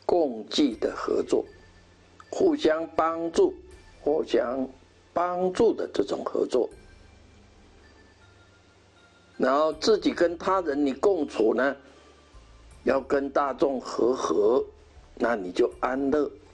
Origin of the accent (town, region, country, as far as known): Taiwan